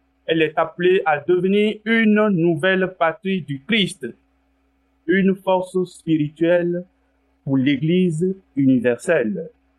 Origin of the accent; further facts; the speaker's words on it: Côte d’Ivoire; particulier de la Côte d'Ivoire, où je suis né et d'où je viens. Comme on rappelait tout à l'heure, je suis béninois. Mon passeport, il est béninois.